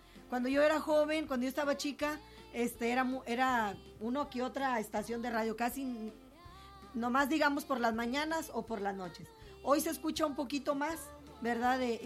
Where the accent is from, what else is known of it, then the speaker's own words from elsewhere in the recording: Linares, Nuevo León, Mexico; born there; moved away; allá en mi tierra, en Linares, Nuevo León.